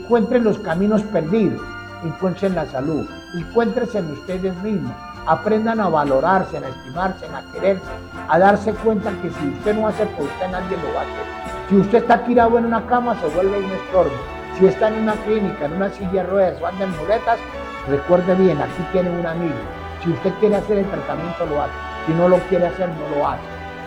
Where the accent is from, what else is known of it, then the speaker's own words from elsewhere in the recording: Aquitania, Boyacá, Colombia; Yo soy de Aquitania.